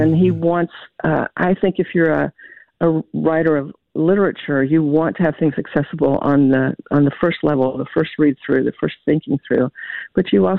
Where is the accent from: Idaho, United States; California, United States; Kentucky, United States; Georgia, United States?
Kentucky, United States; also born or lived in Appalachia; now in Louisville, United States; I'm from Kentucky. I have those roots, rural roots, but I've lived in the city for, you know, the last three decades.